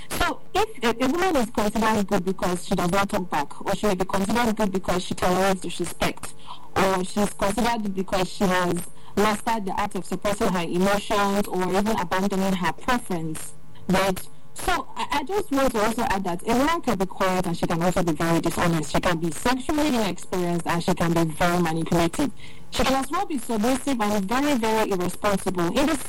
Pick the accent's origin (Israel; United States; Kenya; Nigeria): Kenya; now in Doha, Qatar; I'm a Kenyan Doha, and I'm so happy to be here.